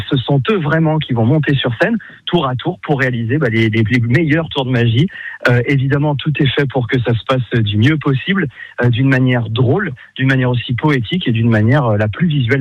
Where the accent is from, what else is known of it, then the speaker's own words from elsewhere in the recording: Auvergne-Rhône-Alpes, France; venir jouer chez moi dans la Loire